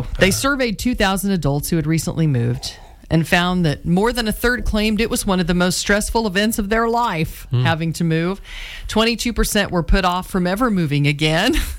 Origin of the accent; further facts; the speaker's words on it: Clay Center, Kansas, United States; also born or lived in Newton; I was born in Newton. My parents lived in Peabody. Dad worked there. So I did. I guess that counts, because I did spend the first 2 years there. So there's one. Moved to Clay Center, was in the same house my entire school career, you know, until I was 18.